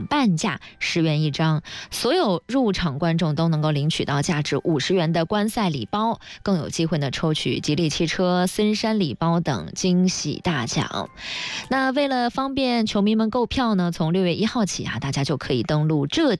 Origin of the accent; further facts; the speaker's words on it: Zhejiang, China; 我们浙江人